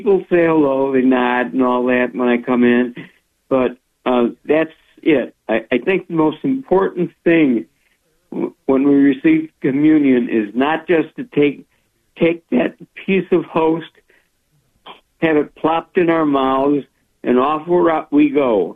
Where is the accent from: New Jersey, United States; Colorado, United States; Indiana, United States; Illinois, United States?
Illinois, United States; Chicago; I grew up in the Chicago Archdiocese in the 1950s, and I received communion before I received confirmation.